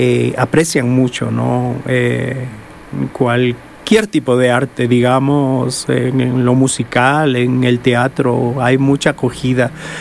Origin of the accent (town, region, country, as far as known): Quito, Pichincha, Ecuador; born there; now in Cuenca, Ecuador